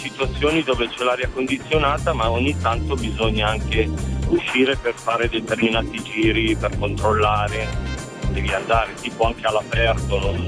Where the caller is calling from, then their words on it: Legnano, Lombardy, Italy; Sono di Legnano